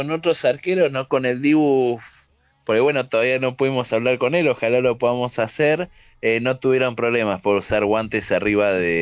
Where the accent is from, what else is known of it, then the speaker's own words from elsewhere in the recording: Mar del Plata, Buenos Aires Province, Argentina; pensá que nosotros somos los dos de Mar del Plata, así que es el mayor exponente que tenemos